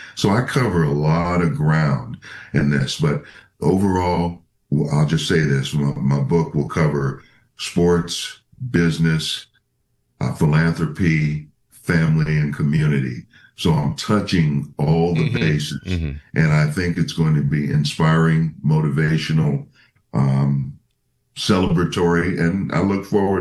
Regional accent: Minnesota, United States; The Vikings, my hometown, drafted me.

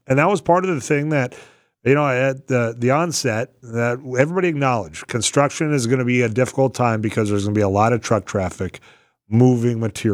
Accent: Ellendale, North Dakota, United States; Tyler, I'm from Ellendale.

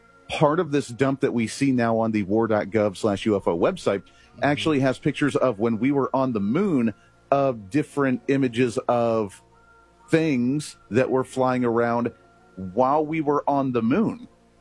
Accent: Bailey, Colorado, United States; the town that I grew up in Bailey, Colorado, we had the number one most amount of Bigfoot sightings in all the state of Colorado.

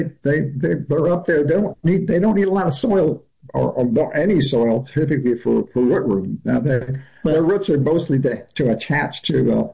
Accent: Midwest, United States; born or raised there; also born or lived in Latin America

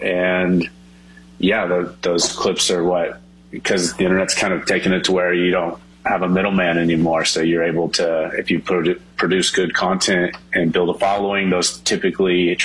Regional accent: Oklahoma, United States; But, I grew up in Oklahoma.

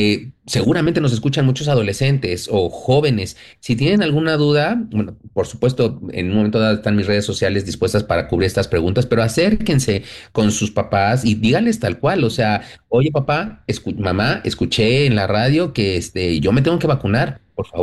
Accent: Mexico; y yo soy mexicano y estoy consciente de que nuestra medicina tradicional tiene

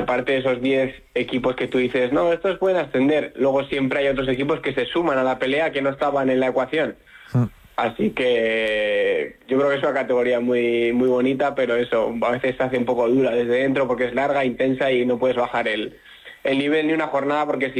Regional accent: Bilbao, Basque Country, Spain; Yo, pues, soy de Bilbao y estoy muy cer

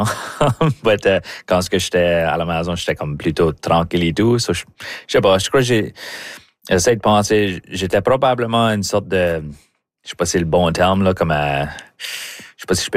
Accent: Memramcook, New Brunswick, Canada; On dirait que c'est probablement des souvenirs d'être chez nous à Memramcook puis être comme de courir dans le champ en arrière de chez nous.

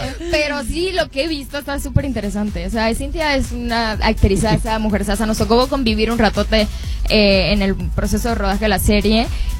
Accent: Matanzas, Cuba; born there; moved away

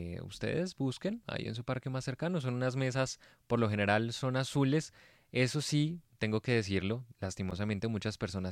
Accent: Colombia

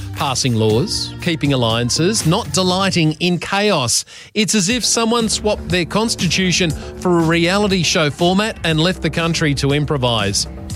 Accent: Australia; As an Australian

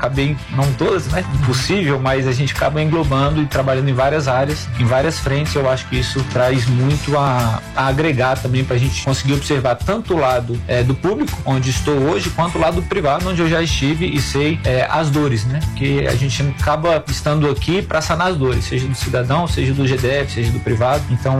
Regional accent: Brasília, Federal District, Brazil; Bom, eu sou nascido e criado aqui, fui criado na Asa Sul, na 306 Sul, então convivi muito ali no plano W3.

